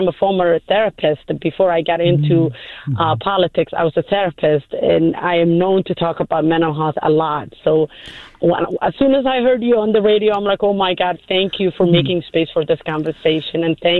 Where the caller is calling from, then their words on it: Minneapolis, Minnesota, United States; I'm calling from Minneapolis.